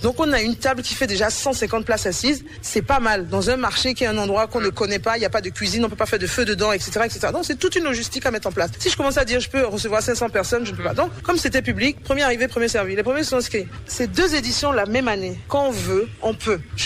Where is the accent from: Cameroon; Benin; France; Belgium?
Benin; born or raised there